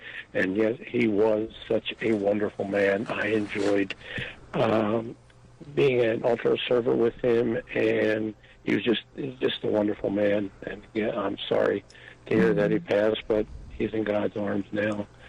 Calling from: Trenton, New Jersey, United States

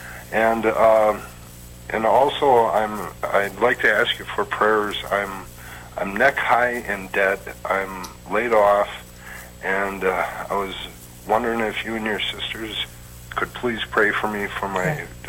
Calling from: Wisconsin, United States; Wisconsin.

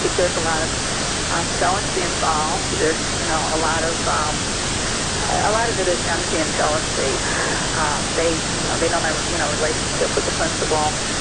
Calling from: Livonia, Michigan, United States; I'm calling from Livonia, Michigan

